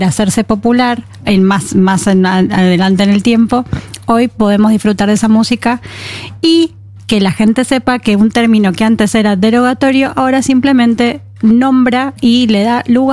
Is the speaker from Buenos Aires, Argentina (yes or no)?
yes; Buenos Aires, Argentina; ese shh es ya, porque vengo de Buenos Aires